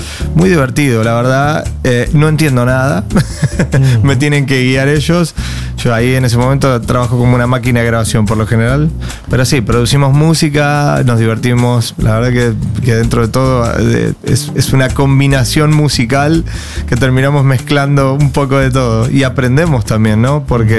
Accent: Argentina; moved away; a mí en mi caso al menos como argentino

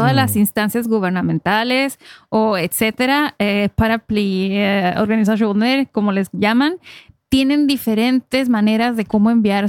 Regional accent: Baja California, Mexico; now in Norway; somos baja californianos los dos.

